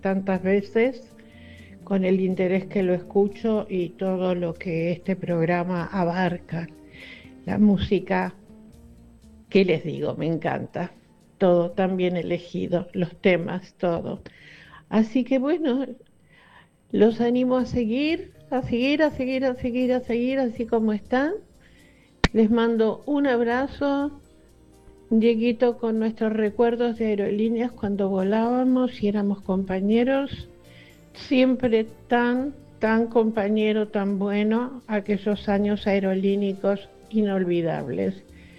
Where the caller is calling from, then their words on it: Buenos Aires, Argentina; de Buenos Aires, amiga de Diego y de Daniel, y oyente.